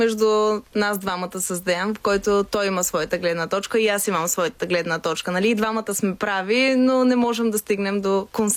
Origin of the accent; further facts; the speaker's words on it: Sofia, Sofia City, Bulgaria; Аз съм от Люлин. Как е преминало детството ми? С баба ми и дядо ми основно ме гледаха по площадките, така, Софийско чадо. Не съм имала възможността да тичам на село.